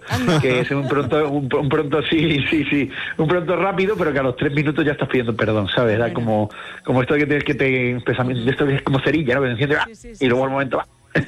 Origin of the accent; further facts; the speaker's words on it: Cádiz, Andalusia, Spain; No, yo además me crié en Cádiz, con lo cual